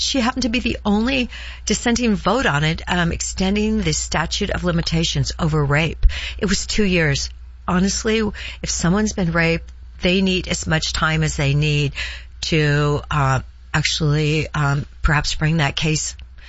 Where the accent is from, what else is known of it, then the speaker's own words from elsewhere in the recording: Heppner, Oregon, United States; But, okay, I grew up when we actually had 300 more lumber mills in the state. I was from Hempner. We had the Kinzu Mill.